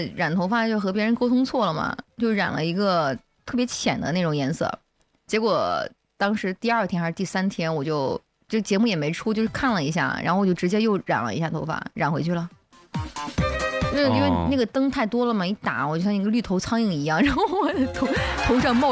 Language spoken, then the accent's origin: Chinese; Anhui, China; 我作为安徽人